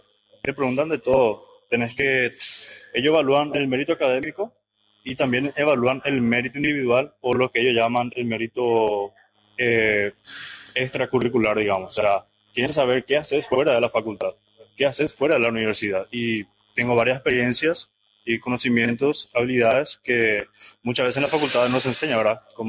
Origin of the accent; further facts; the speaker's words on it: Paraguay; soy el único paraguayo que va a ir a esa universidad.